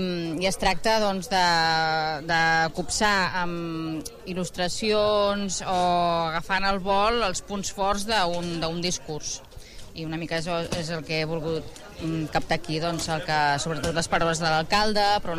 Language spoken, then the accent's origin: Catalan; Martorell, Catalonia, Spain; jo soc de Martorell